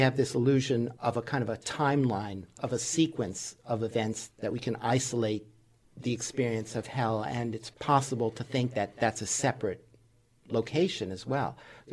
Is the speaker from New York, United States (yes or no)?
yes; New York City, New York, United States; I grew up not quite as an atheist, but seeing people growing up in New York City, people who went to church on Sundays and acting all pious